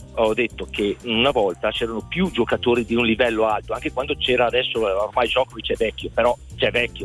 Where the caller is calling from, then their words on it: Lombardy, Italy; io la chiamo dal Lago di Iseo.